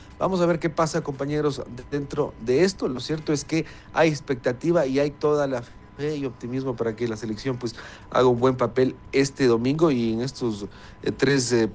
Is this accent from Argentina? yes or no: no; Ecuador; now in Quito, Ecuador; Los quiteños, quienes somos ecuatorianos, residimos acá en Quito